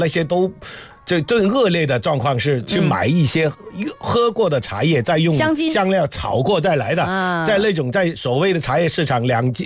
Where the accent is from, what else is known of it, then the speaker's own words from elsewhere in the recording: China; 我们中国人真的喝那么多茶吗？